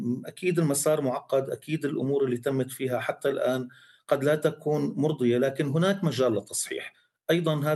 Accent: Syria; هذا الأمر كلياته يعني بخلي فيه قلق عنا كسوريين وكضحايا أيضا

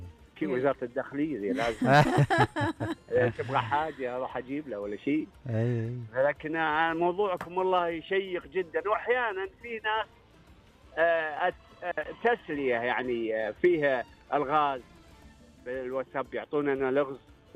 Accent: Unaizah, Al-Qassim, Saudi Arabia; من عنيزة.

